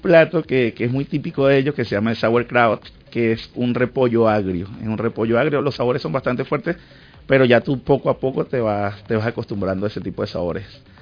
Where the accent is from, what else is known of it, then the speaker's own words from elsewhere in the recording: Venezuela; lo que somos nosotros los venezolanos en el mundo.